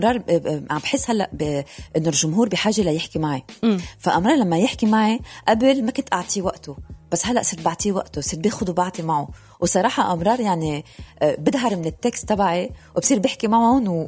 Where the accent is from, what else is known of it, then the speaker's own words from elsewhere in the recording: France; طبعا دم لبناني كل شيء فيه لبناني وبعدين رغم أنه أنا كبرت بفرنسا ماما ربتنا على اللبنانية